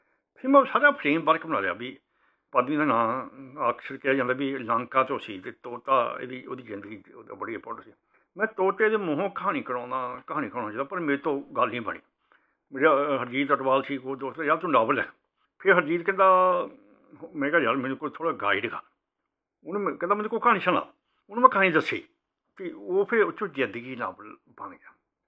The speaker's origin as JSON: {"language": "Punjabi", "region": "Punjab", "country": "India", "tie": "born or raised there", "also_born_or_lived": "Chandigarh", "lives_now": "Jalandhar, India", "said": "ਮੈਂ ਪਿੰਡ 'ਚ ਜਾਮ ਪਲਿਆ ਵਾਂ, ਮੈਂ ਸ਼ਹਿਰ 'ਚ ਨਹੀਂ ਨਾ, ਪਰ ਮੈਂ ਵਾਸਤਾ ਪਿੰਡ 'ਚ ਹੀ ਹਾਂ, ਮੇਰੀ ਸਬਕੋਨਸ਼ੀਅਸ ਮਾਇੰਡ 'ਚ ਉਹ ਮੇਰਾ ਪਿੰਡ ਬੈਠਾ। ਉਹ ਜੀ ਲੈਂਗੁਏਜ ਆ, ਲੈਂਗੁਏਜ ਦੇਖੋ, ਮੈਂ 12 ਸਾਲ ਚੰਡੀਗੜ੍ਹ ਜੋਬ ਕੀਤੀ, ਮਾਡਰਨ ਸਿਟੀ 'ਚ"}